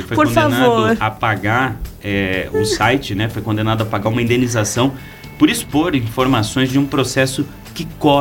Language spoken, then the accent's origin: Portuguese; Joinville, Santa Catarina, Brazil; now in Federal District, Brazil; como sou natural de Santa Catarina, eu tenho uma lembrança bela das praias de Santa Catarina